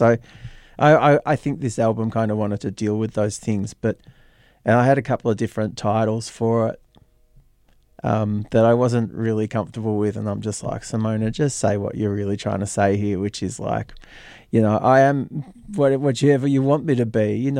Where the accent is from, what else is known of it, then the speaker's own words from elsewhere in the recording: Melbourne, Victoria, Australia; I'm born and bred in Melbourne, Boonerong country, and living on Wurundjeri country.